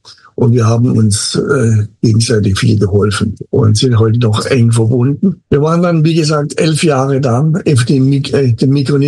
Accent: Baden-Württemberg, Germany; Und ich bin Schwabe

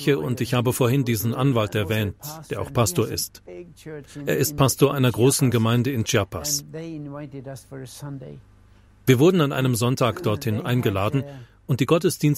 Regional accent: Norway; Wir in Norwegen

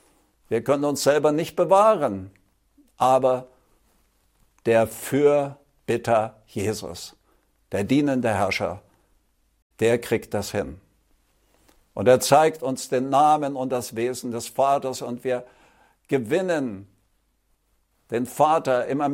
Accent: Saxony, Germany; ich komme ja aus Sachsen.

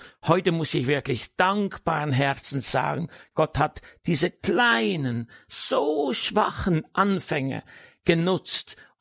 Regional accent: Appenzell Ausserrhoden, Switzerland; moved away

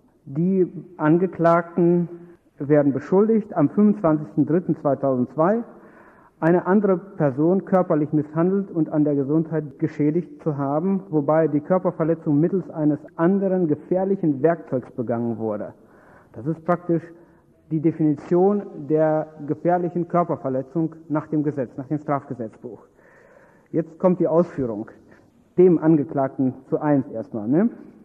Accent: Detmold, North Rhine-Westphalia, Germany

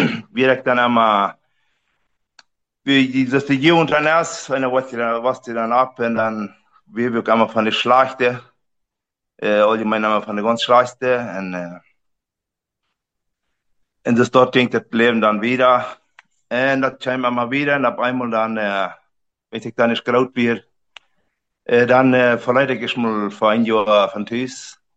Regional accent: Riva Palacio, Santa Cruz, Bolivia; also born or lived in Mexico; Und wir sind in Mexiko geboren und dann sind wir in Bolivien gekommen, 70. Und dann sind wir in der Knie abgewachsen, in den Riva Palacio Knie, bei den Vrechas.

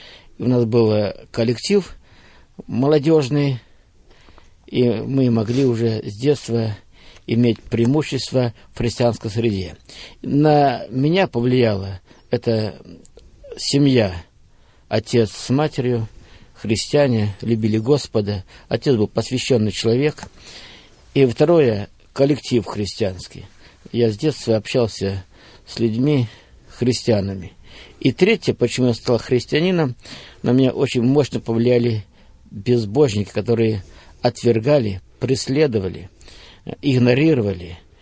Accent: Progress, Bryansk Oblast, Russia; Ну, мы родились на Брянщине, поселок Прогресс. Отец наш был пастырем, мы родились в христианской семье, наша была большая семья, 14 человек, я был в семье 13-й.

